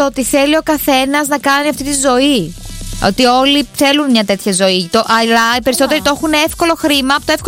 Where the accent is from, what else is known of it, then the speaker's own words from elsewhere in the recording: Milos, South Aegean, Greece; Είμαι από Μήλο και τα σπίτια είναι στα ύψη φουλ.